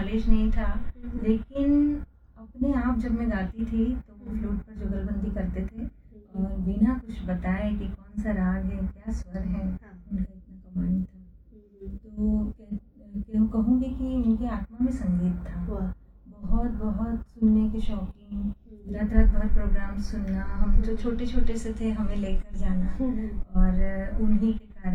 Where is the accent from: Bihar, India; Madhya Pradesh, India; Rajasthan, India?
Madhya Pradesh, India; Khandwa; मेरी भूमि खंडवा है, जहाँ के … हैं, जगत विख्यात जिनका नाम है। तो मुझे अच्छा लगता है कि मैं ऐसी नगरी से हूँ जहाँ से इतने बड़े बड़े आर्टिस्ट निकले हैं।